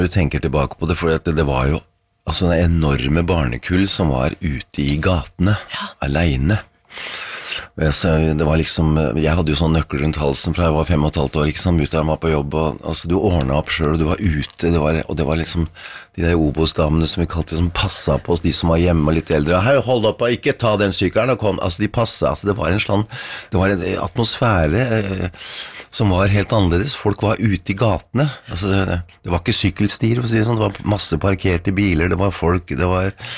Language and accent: Norwegian; Oslo, Norway; nede i bakgården husker jeg på Torshov, jeg er fra Torshov